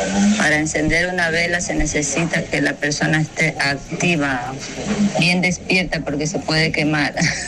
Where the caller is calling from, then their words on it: Manta, Manabí, Ecuador; desde Manta le saluda.